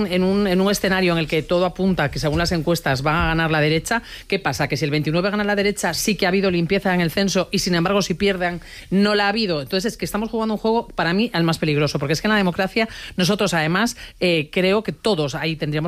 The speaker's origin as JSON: {"language": "Spanish", "region": "Galicia", "country": "Spain", "said": "A mí me da mucho coraje como gallega"}